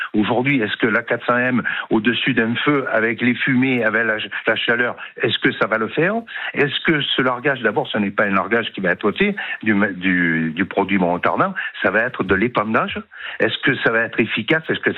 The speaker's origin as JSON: {"language": "French", "region": "Provence-Alpes-Côte d'Azur", "country": "France", "said": "chez nous en Provence et dans le sud"}